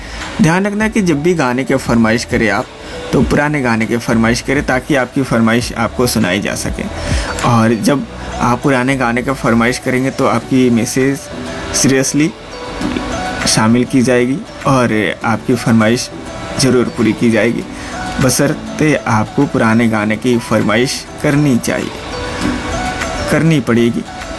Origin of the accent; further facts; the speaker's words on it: Ganesh Sthan, Bihar, India; मैं बिहार के गोपालगंज ज़िले के गणेश स्थान गाँव के रहने वाली हूँ